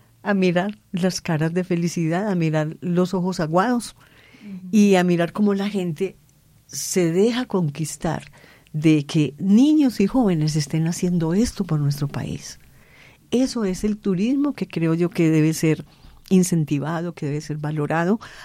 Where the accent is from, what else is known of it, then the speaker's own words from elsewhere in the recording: Antioquia, Colombia; Amo Antioquia, yo soy antioqueña, amo Antioquia con todo